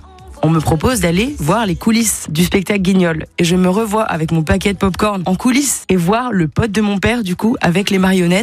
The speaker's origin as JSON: {"language": "French", "town": "Paris", "region": "Île-de-France", "country": "France", "tie": "born or raised there", "moved": "as an adult", "lives_now": "Le Mans, France", "said": "Quand j'étais petite, j'habitais à Paris"}